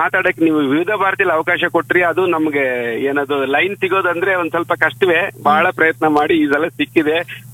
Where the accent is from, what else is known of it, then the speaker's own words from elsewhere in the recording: Siruguppa, Karnataka, India; ನಾನು ಹುಟ್ಟಿ ಬೆಳೆದಂತ ಊರು ಬಳ್ಳಾರಿ ಜಿಲ್ಲೆಯ ಸಿರುಗುಪ್ಪ ಅಂತ.